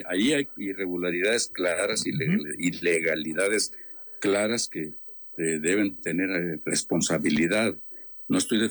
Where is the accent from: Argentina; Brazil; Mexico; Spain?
Mexico; que a mí me da vergüenza como mexicano, sobre México